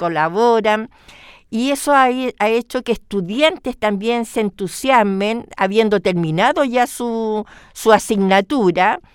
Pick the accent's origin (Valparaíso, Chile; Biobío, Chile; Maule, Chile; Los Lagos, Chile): Valparaíso, Chile; yo soy de Valparaíso y nosotros no andamos apurados en Valparaíso como andan los santiaguinos, que me costó entender cuando empecé a venir a Santiago a trabajar